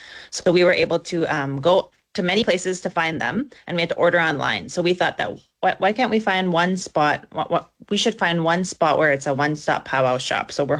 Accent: Grand Rapids, Manitoba, Canada; now in Winnipeg, Canada; I'm from Misapaistik Cree Nation in Grand Rapids, Manitoba.

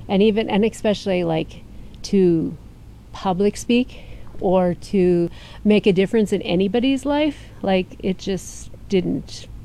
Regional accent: Schwarzenfeld, Manitoba, Canada; I grew up in Schwarzenfeld, actually.

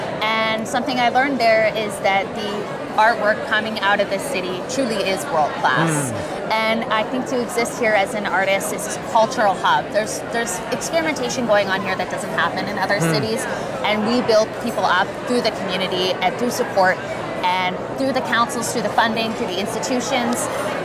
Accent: Halifax, Nova Scotia, Canada; now in Winnipeg, Canada; I mentioned I am from Halifax.

